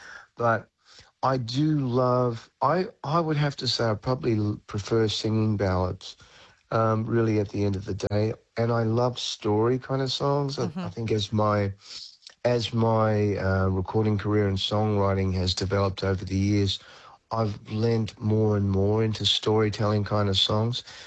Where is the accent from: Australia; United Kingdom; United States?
Australia; I tell a lot of stories about my sort of history growing up in Australia and all of that.